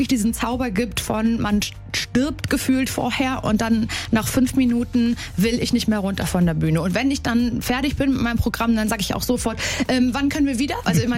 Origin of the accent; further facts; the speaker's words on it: Parchim, Mecklenburg-Vorpommern, Germany; moved away; also so in den Ferien damals in der Kleinstadt, in MacPom. Ich komme ja aus Parchim